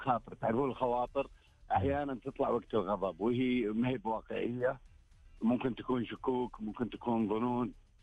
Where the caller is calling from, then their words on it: Riyadh, Riyadh Province, Saudi Arabia; من الرياض. الله يطول.